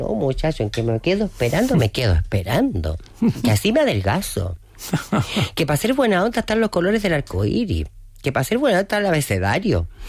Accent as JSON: {"language": "Spanish", "country": "Chile", "said": "habemos chilenos ricos, perdón, hay chilenos ricos y habemos chilenos pobres."}